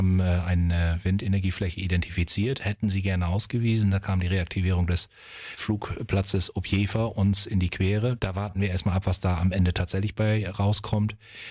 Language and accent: German; Friedeburg, Lower Saxony, Germany; weil Friedeburg meine Heimatgemeinde ist und ich sehe, dass man in meinem Beruf viel dafür tun kann